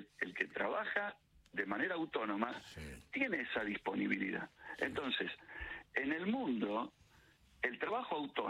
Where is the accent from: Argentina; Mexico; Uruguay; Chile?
Argentina; tenemos que estar orgullosos de lo que tenemos como argentinos